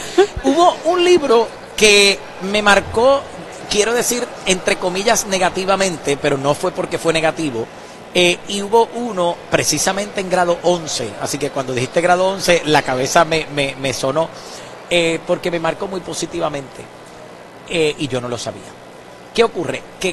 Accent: Toa Baja, Puerto Rico; also born or lived in Utuado / San Juan; Me crié en Toa Baja.

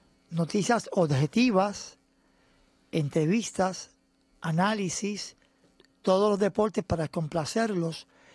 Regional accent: Puerto Rico; Había unos usher acomodadores boricuas que nos vieron identificados como boricuas

